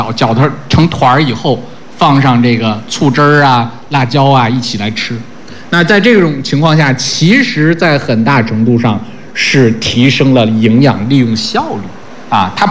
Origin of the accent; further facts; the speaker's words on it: China; 我们中国人